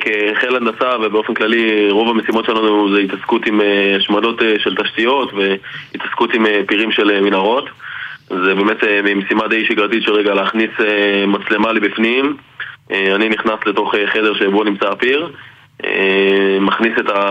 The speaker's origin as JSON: {"language": "Hebrew", "town": "Tel Aviv", "region": "Tel Aviv District", "country": "Israel", "tie": "born or raised there", "lives_now": "Herzliya, Israel", "said": "בן 26, אני גדלתי בתל אביב, היום אני גר בהרצליה, סטודנט שנה ראשונה לפסיכולוגיה ומנהל עסקים באוניברסיטת רייכמן"}